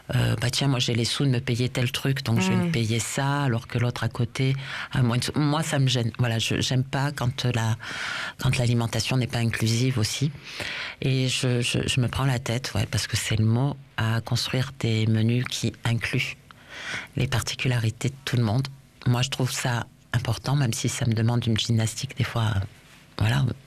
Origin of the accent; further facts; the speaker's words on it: Briançon, Provence-Alpes-Côte d'Azur, France; Et puis moi, après, j'ai grandi aussi à la frontière italienne. Moi, je suis née, j'ai grandi à Briançon. Donc, on n'est pas très, très loin. On est à une petite heure, toute, toute petite heure de route de Turin.